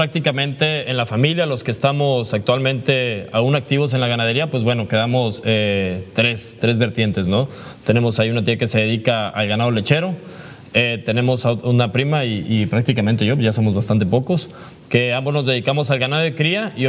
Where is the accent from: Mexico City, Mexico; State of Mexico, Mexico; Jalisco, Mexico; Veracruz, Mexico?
Veracruz, Mexico; gracias a Dios soy veracruzano.